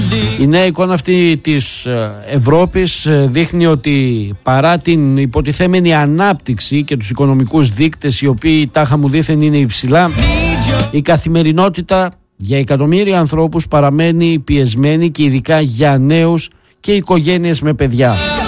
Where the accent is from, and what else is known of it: Greece